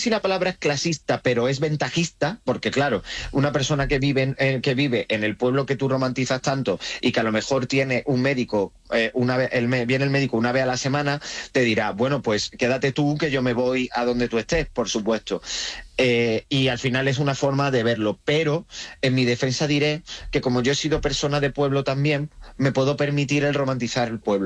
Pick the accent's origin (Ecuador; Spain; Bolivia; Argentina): Spain; Rincón de la Victoria, Andalusia; cuando me bajo a mi pueblo, Rincón de la Victoria, Málaga, el mejor pueblo del mundo